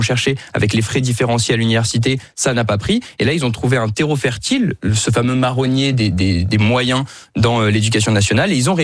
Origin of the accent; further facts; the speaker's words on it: south of France, France; J'ai eu une université de droit à Nice, puisque je venais du Sud, j'ai eu celle de Aix